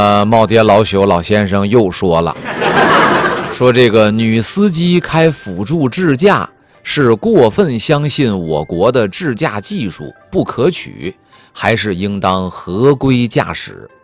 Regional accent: China; 作为中国人

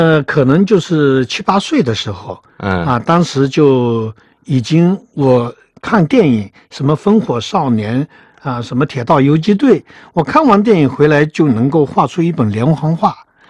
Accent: Fujian, China; moved away as an adult; now in Tianjin, China; 我是福建人。

